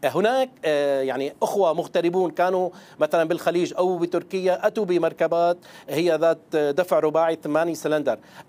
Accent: Syria; أنا هنا باعتباري كمواطن سوري غيور على هذا البلد

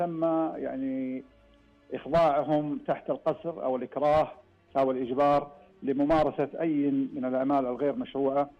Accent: Saudi Arabia; عندنا في المملكة العربية السعودية

